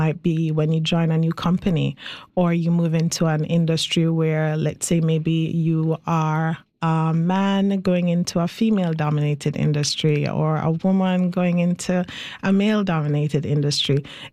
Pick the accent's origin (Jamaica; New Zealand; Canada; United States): Jamaica; Just recently, I felt that way when Hurricane Melissa just trampled a third of my home country, Jamaica, at least my first home.